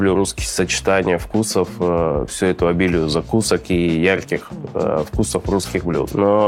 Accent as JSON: {"language": "Russian", "country": "Russia", "tie": "born there", "said": "Я родился в России, я очень люблю наш менталитет в плане приготовления еды"}